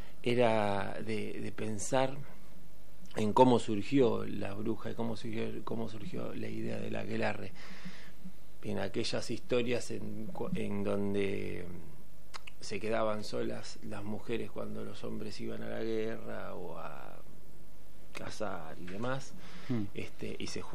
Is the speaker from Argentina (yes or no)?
yes; Laprida, Buenos Aires Province, Argentina; moved away; Yo soy de La Prida, de un pueblo chiquitito.